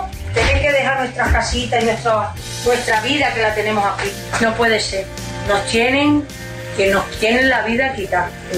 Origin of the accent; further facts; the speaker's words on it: Extremadura, Spain; moved away; porque teníamos más esperanza de trabajar para aquí que en nuestra tierra, que somos de Extremadura. Vinimos y no teníamos dónde ponernos.